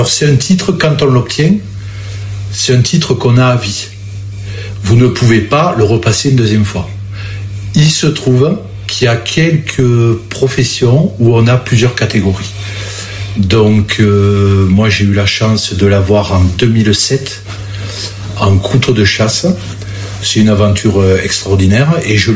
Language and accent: French; Laguiole, Occitanie, France; born there; moi je suis l'Aïeulais, je suis né à l'Aïeul. Je suis né à l'Aïeul.